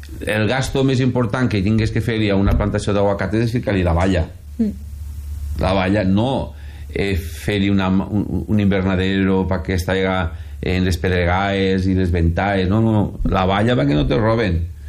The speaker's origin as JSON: {"language": "Catalan", "town": "Benicarló", "region": "Valencian Community", "country": "Spain", "said": "ara parlaré de Benicarló, no? Que és el meu poble, té 48 quilòmetres quadrats"}